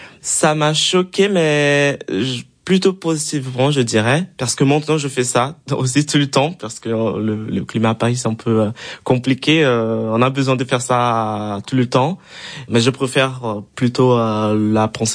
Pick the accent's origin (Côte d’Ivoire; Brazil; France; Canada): Brazil; French is a second language; c'est pour moi en tant que Brésilien, ça c'est un peu bizarre.